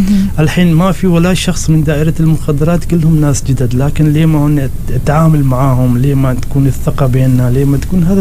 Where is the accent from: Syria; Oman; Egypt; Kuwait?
Oman; أنا جاي هني من عمان ما أعرف أنتو وين جالس أدور وأحوط